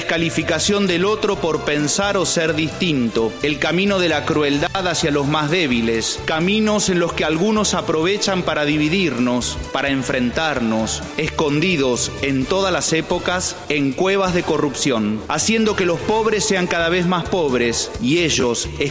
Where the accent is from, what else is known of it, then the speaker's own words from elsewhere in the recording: Argentina; A veces, como sociedad argentina, también recorremos caminos peligrosos porque no nos llevan a ningún buen lugar.